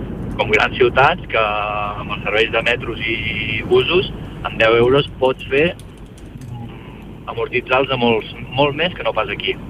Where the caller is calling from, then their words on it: Catalonia, Spain; Perquè els que som de l'Empordà hi ha zones que és necessari tindre el cotxe.